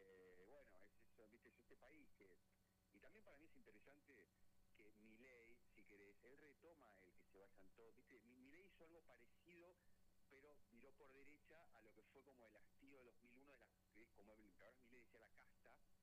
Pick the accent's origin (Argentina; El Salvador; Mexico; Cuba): Argentina; Buenos Aires; now in southern Santa Fe, Argentina; yo soy porteño, digamos, ahora no estoy viviendo en Buenos Aires, estoy viviendo en el sur de Santa Fe, ahora me voy a mudar de vuelta a la provincia de Buenos Aires, pero lejos de capital.